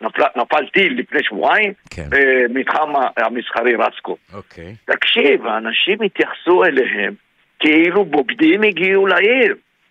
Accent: Kiryat Shmona, Northern District, Israel; אני בן המקום, אני יליד המקום

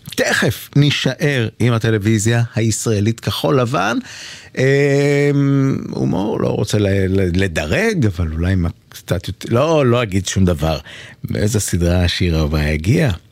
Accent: Petah Tikva, Central District, Israel; born there; אני נולדתי בפתח תקווה

